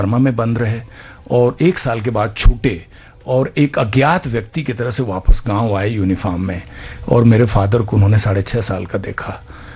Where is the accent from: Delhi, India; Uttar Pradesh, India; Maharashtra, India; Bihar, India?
Uttar Pradesh, India; Chauri Chaura; इलाके में पैदा हुआ था, चोरी चूरा तहसील, गोरखपुर डिस्ट्रिक्ट।